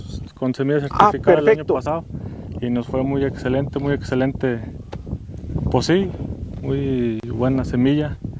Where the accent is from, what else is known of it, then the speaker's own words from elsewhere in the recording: Villa Unión, Durango, Mexico; soy originario de aquí de Villa Unión Poanas y acá estamos en los cuadros que les nombran San Isidro.